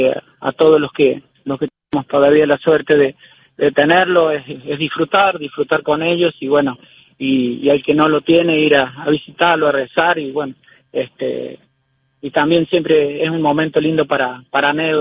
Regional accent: Luján, San Luis, Argentina; Bueno, mi pueblo, Luján, no tenemos obviamente nada que envidiarles, tenemos un atractivo turístico impresionante

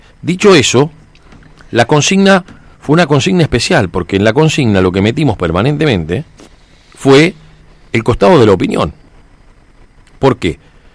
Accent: Quilmes, Buenos Aires Province, Argentina; Soy quilmenio.

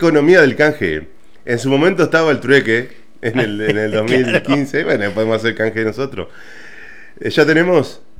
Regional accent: Argentina; Somos todo argentinos

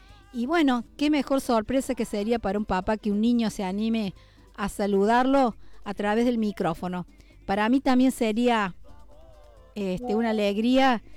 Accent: Argentina; Somos argentinos y debemos demostrarlo con este color tan lindo, el celeste y blanco.

